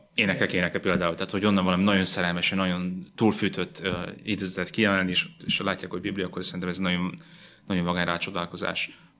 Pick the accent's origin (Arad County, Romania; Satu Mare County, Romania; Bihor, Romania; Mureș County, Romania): Mureș County, Romania; Galambod; also born or lived in Cluj-Napoca; de Marosvásárhely mellett a Galambodon, megemlítem Galambodot, mert nagyon kevesen élnek a faluban, úgyhogy halljanak így többen is Galambodról, nagyon szép kis falu. Ott nőttem fel